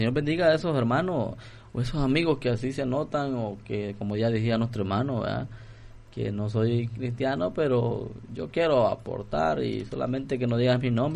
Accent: Chilanga, Morazán, El Salvador; De Chilanga, ¿verdad? El Señor me permite ser de ahí. De ahí soy originario, pero el Señor lo tiene pastoreando.

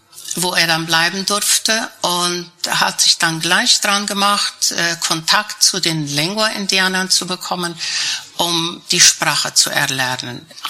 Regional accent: Boquerón, Paraguay; also born or lived in Neuland Colony, Paraguay; Deshalb bin ich in Neuland geboren. Bin dann nachher auf Laguna Porá aufgewachsen mit meinen 5 anderen Geschwistern.

